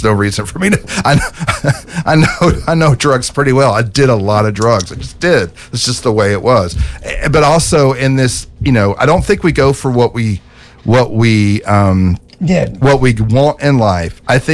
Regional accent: Ireland; And I'm Irish. So every time something bad happens, I assume it'll come in threes.

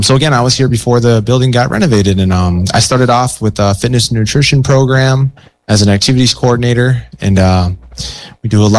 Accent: Pine Ridge, South Dakota, United States; And again, here, I'm Ihonktawan from South Dakota and Oglala from Pine Ridge.

